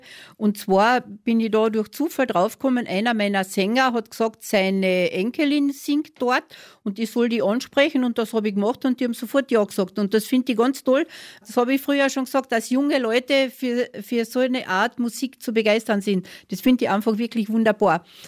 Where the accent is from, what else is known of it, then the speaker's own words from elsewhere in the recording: Ferlach, Carinthia, Austria; Ich bin in Ferlach zu Hause. Also schon, was ich denken kann, ich bin eine alteingesessene Ferlacherin. Hab zwar ein bisschen weiter geheiratet, zwar nach Dolich, das ist also ein Vorort von Ferlach, aber da bin ich jetzt inzwischen auch schon seit, ich sage lieber nicht wie lang.